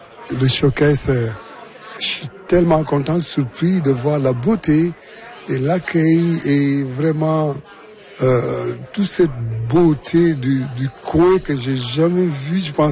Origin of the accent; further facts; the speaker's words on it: Senegal; moved away as an adult; now in Ontario, Canada; je suis originaire du Sénégal et puis ça fait 25 ans que je vis au Canada. J'étais venu pour 2 mois et demi et ça fait 25 ans.